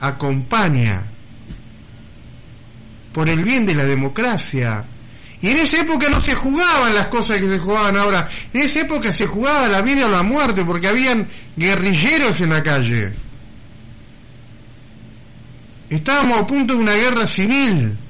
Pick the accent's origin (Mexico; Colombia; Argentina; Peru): Argentina